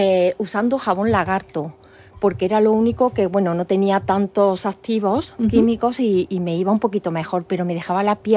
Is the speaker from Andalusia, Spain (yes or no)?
yes; Córdoba, Andalusia, Spain; una almazara de Córdoba, de mi tierra